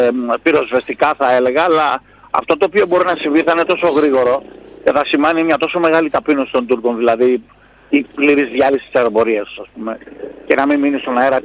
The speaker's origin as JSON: {"language": "Greek", "country": "Greece", "said": "Είμαστε σε συντριπτικό ποσοστό Έλληνες, Χριστιανοί, Ορθόδοξοι."}